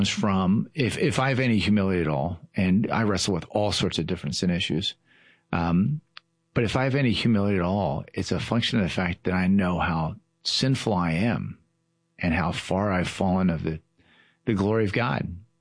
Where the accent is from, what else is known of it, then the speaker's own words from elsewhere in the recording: Baltimore, Maryland, United States; So I grew up in Baltimore, which is indeed south of the Mason-Dixon line.